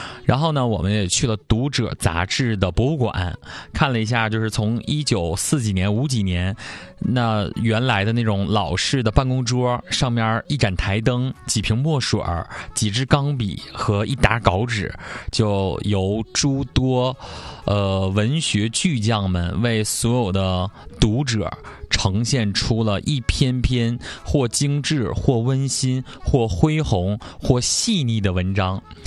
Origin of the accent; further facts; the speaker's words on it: Northeast China, China; 我觉得跟咱们东北完全不一样